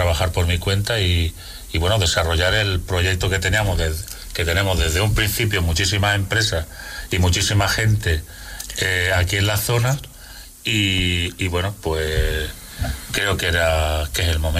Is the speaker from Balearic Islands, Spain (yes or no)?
no; Aldeire, Andalusia, Spain; como vivimos en nuestro pueblo, aunque estoy viviendo a caballo entre Granada y Aldeire